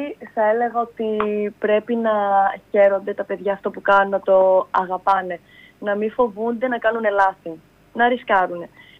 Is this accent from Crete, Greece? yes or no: no; Peraia, Central Macedonia, Greece; moved away as an adult; στην πόλη μου, στην περιοχή μου, στην Περαία